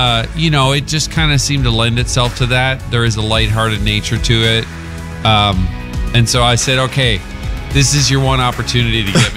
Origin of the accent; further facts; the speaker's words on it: Newfoundland and Labrador, Canada; moved away; we went back to Newfoundland last October for fall break.